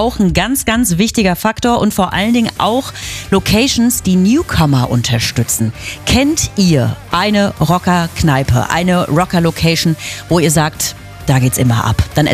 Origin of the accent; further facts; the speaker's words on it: Hesse, Germany; Ich bin ja gebürtige Hessin